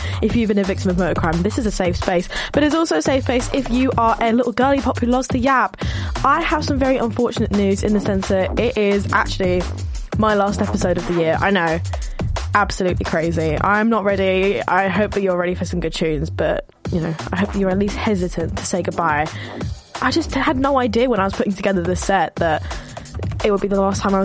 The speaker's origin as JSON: {"language": "English", "town": "Dagenham", "region": "London", "country": "United Kingdom", "tie": "born or raised there", "said": "my hometown gets mentioned on the news, it is the number one hotspot in the UK for fraudulent motor crime. Big up Dagenham."}